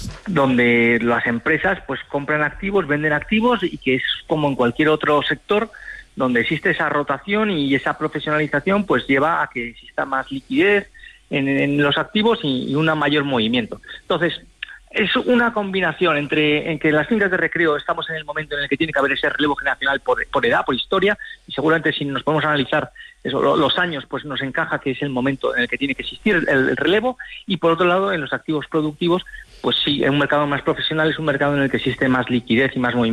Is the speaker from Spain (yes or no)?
yes; Valencian Community, Spain; yo soy de la Comunidad Valenciana